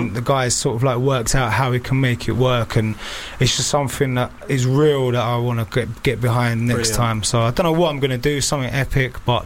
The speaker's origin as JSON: {"language": "English", "region": "London", "country": "United Kingdom", "said": "being a Londoner, very suspicious and sceptic about like organisation spirit"}